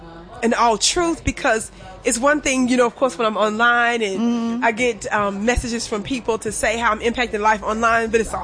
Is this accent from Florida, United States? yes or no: no; Mississippi, United States; I'll say I was born and raised in Mississippi.